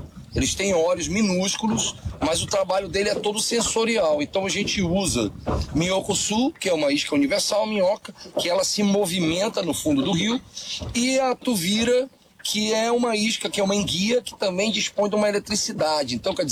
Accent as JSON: {"language": "Portuguese", "region": "Amazonas", "country": "Brazil", "said": "Ó, eu sou amazonense, né?"}